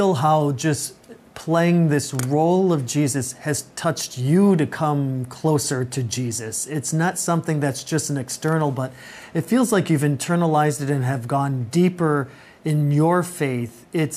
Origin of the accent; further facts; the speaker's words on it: Chicago, Illinois, United States; Yeah, I'm from the south side too, so we share something in common.